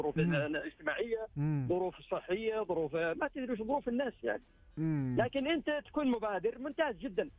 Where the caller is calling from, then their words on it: Jeddah, Makkah Province, Saudi Arabia; من مدينة جدة